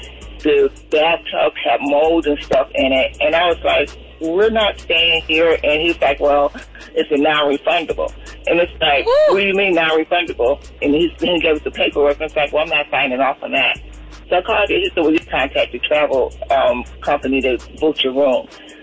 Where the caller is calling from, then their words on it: Atlanta, Georgia, United States; from Atlanta.